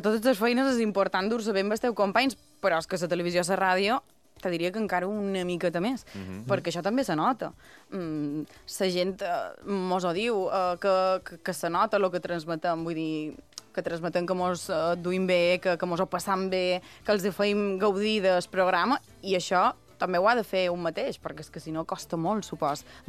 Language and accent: Catalan; Sencelles, Balearic Islands, Spain; moved away as an adult; now in Palma, Spain; Jo vaig néixer a Sencelles, he viscut pràcticament tota la meva vida a Sencelles, visc a Palma des de fa un poc més de 4 anys, per comoditat i perquè també m'agrada la vida a ciutat, però sí que veig que Sencelles és el meu refugi.